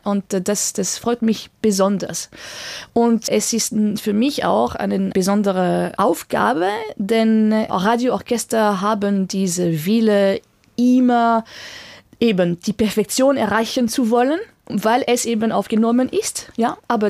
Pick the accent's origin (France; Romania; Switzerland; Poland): France; German is a second language; also born or lived in Vienna, Austria / Germany; now in Austria; also musikalisch aufgewachsen bin in Wien und in Deutschland. Meine erste Stelle war in Würzburg am Theater und dann Deutsche Oper am Rhein, Duisburg, Düsseldorf. Ich lebe in Österreich.